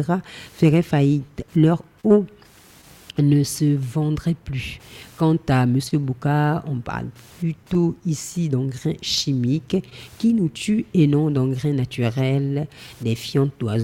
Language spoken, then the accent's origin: French; Gabon; Je suis un Gabonais, ma dignité de père, de famille est bafouée par la 5e République